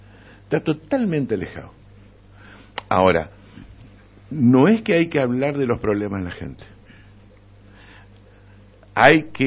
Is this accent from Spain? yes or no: no; Barranqueras, Chaco, Argentina; yo soy de Barranquera, como vos lo sabes.